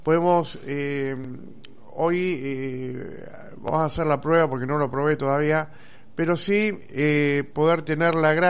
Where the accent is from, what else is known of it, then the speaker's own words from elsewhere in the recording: Argentina; somos argentinos